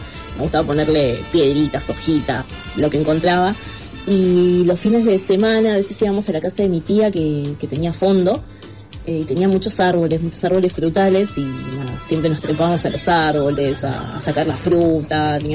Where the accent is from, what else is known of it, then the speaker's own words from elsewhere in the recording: Buenos Aires, Argentina; born there; Tengo 43 años, nací acá en Buenos Aires, en Capital Federal, y mi fecha de cumpleaños es el 16 de agosto.